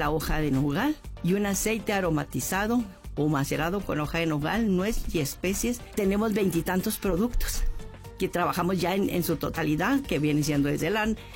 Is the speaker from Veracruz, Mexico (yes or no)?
no; Rosales, Chihuahua, Mexico; yo soy de Rosales, Chihuahua, ahí tenemos unas nogaleras